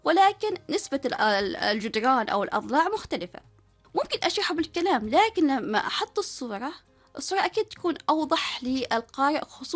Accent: Oman; إيش علاقة لأن احنا كعمانيين بالمسجد الأقصى

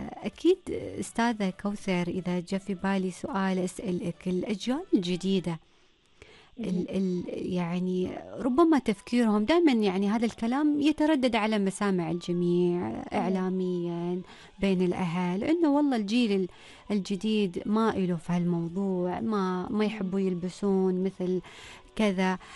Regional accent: Oman; عندنا في عمان

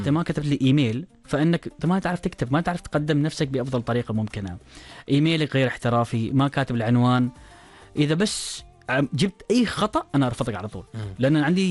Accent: Oman; هل أنا كبنت عمانية خريجة أحط صورتي في اللينكدين أم لا

